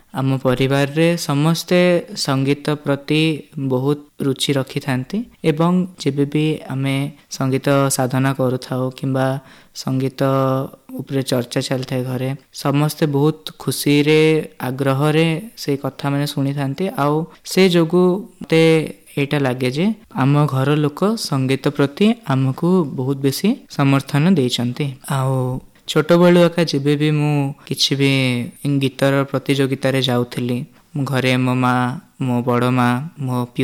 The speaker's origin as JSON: {"language": "Odia", "town": "Bhawanipatna", "region": "Odisha", "country": "India", "said": "ମୁଁ ଭବାନୀପାଟଣାର ଜଣେ ବାସିନ୍ଦା, ଆଉ ମୁଁ ଏବେ Gandhi institute of engineering and technology ଗୁଣପୁରରେ BTech କରୁଛି।"}